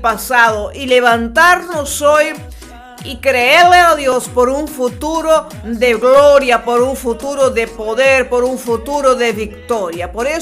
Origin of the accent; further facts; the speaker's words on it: Uruguay; Como buen uruguayo tomando un rico mate